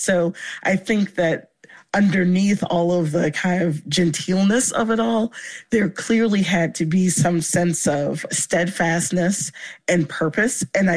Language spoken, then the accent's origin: English; Virginia, United States; Yeah, so I did not grow up knowing about Miss Lewis, even though I grew up in Virginia.